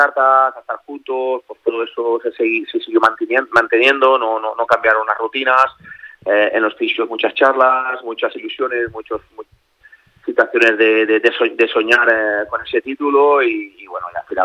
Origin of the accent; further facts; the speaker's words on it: Spain; porque evidentemente todos somos españoles y queremos ver a España lo más alto.